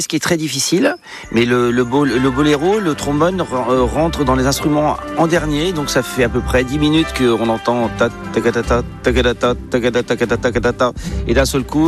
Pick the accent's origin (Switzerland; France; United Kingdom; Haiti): France; Beaugency, Centre-Val de Loire; born there; je suis né à Beaugency, je travaille à main et j'habite Boulle.